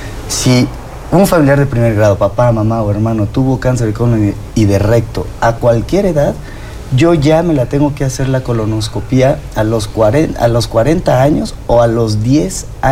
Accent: Mexico; Nosotros que a veces también somos una comunidad mexicana

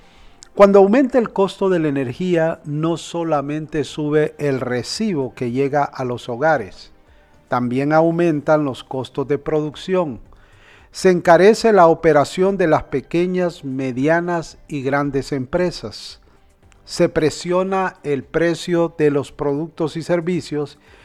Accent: Honduras; el costo de vida en nuestro país

